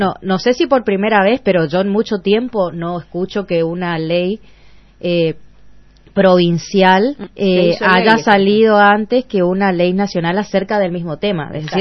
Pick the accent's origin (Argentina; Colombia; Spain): Argentina; Nosotros todos somos argentinos, así que tenemos una realidad más o menos parecida